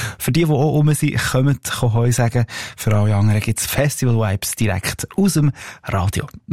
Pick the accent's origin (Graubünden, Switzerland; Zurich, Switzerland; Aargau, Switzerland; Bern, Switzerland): Bern, Switzerland; ich bin beim Wohlensee in Bern aufgewachsen